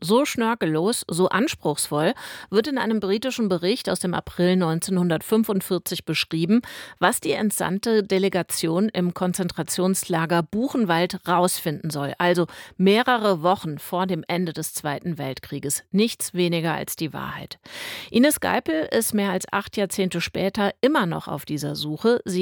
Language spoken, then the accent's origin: German; West Germany, Germany; Für mich als Westdeutsche total interessant